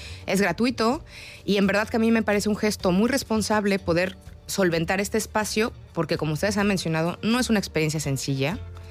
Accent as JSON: {"language": "Spanish", "country": "Mexico", "moved": "as an adult", "said": "México, además de productor, pues es un país muy importante de tránsito de drogas. Y ha costado mucha sangre en mi país."}